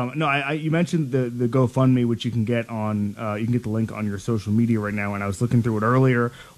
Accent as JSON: {"language": "English", "region": "Florida", "country": "United States", "said": "I mean, I'm from Florida, but I don't know much about the South Carolina community"}